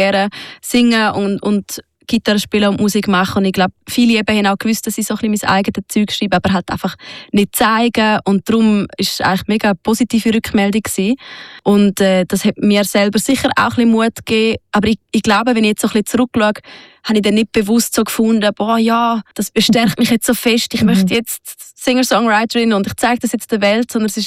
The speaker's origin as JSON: {"language": "German", "town": "Sargans", "region": "St. Gallen", "country": "Switzerland", "tie": "born or raised there", "said": "in meiner Heimatstadt Sargans"}